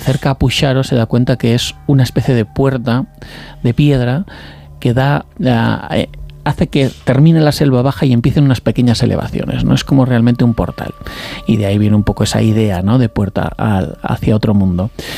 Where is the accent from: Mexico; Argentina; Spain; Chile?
Spain; yo he tenido esa sensación, imagínate, como español blanquito que llega allí